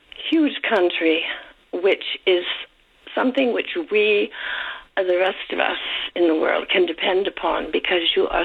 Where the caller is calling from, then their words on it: Niagara-on-the-Lake, Ontario, Canada; And I'm not in Niagara Falls. I'm Niagara-on-the-Lake.